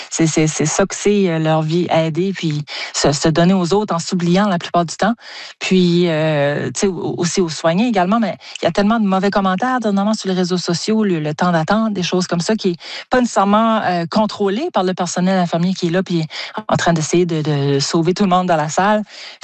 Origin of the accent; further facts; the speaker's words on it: Shippagan, New Brunswick, Canada; c'est chez nous, dans ma ville natale, à Chipagan